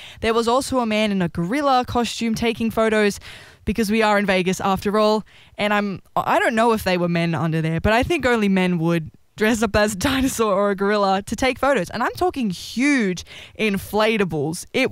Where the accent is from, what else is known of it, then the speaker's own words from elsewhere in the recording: Australia; all these things that we can take as Aussies and make better.